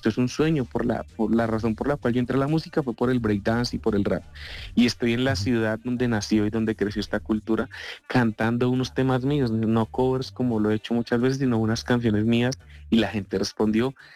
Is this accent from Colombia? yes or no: yes; Colombia; mira, yo soy de Colombia, yo canto, ¿puedo cantar una canción?